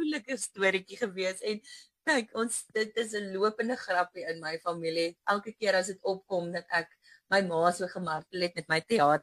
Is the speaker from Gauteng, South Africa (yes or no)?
yes; Muldersdrift, Gauteng, South Africa; also born or lived in Krugersdorp; voor dit het ek maar op 'n plot in Mildersdrif groot geword. Ek was maar 'n plotkind, kaalvoet in die bos rondgehol.